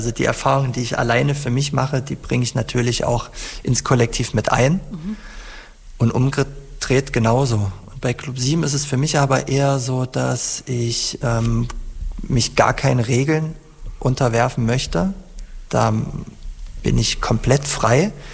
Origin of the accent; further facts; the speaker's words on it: Germany; mit meinen eigenen persönlichen Erinnerungen an meine Kindheit in der DDR und an meine Jugend im wiedervereinigten Deutschland.